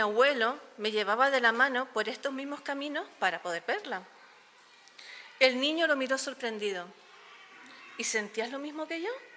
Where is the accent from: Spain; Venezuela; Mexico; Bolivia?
Spain; Canary Islands; Una celebración que forma parte de nuestra historia, de nuestra familia y de nuestra identidad como canaria.